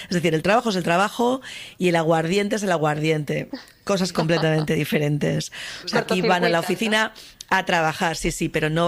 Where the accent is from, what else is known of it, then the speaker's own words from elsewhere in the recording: Spain; cuando he dicho que era española. Nunca, nunca jamás me han puesto mala cara. Enseguida te preguntan que de dónde eres, que si tu ciudad tiene mar.